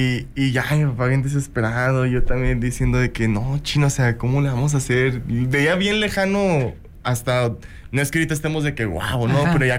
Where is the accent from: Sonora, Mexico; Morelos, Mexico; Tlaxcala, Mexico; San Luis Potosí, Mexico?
Sonora, Mexico; Ciudad Obregón; born there; also born or lived in Guadalajara; Somos de Ciudad Obregón, Sonora. De Ciudad Obregón. Ahí nacimos. Estuvimos también un tiempo viviendo en Guadalajara también.